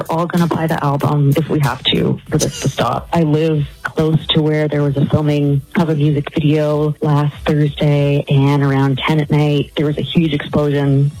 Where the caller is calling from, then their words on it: Toronto, Ontario, Canada; So I'm calling from Toronto, and this is more of a gripe and not a question.